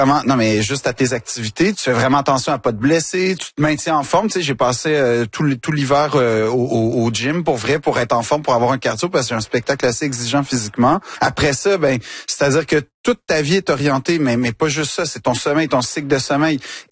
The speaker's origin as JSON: {"language": "French", "region": "Quebec", "country": "Canada", "said": "mais je réalise à quel point le Québec, c'est ma vie, en fait. Quand je dis que je suis québécois jusqu'au bout des doigts, mais c'est, je le sens à tous les jours."}